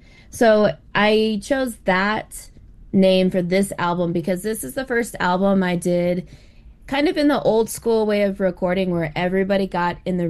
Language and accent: English; Alaska, United States; now in Denver, United States; I'm based here in Denver. I'm originally from Alaska, and my roots are in the Tsimshian and Tsuk'ipiaq tribes.